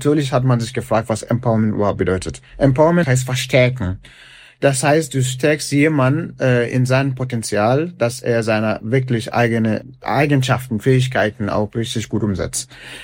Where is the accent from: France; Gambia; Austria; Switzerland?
Gambia; now in Germany; Ich komme ja aus Gambia und ich habe eine sehr starke Verbundenheit zu diesem Land. Da ist meine Familie, da bin ich geboren, da habe ich meine ganze Kindheit gemacht.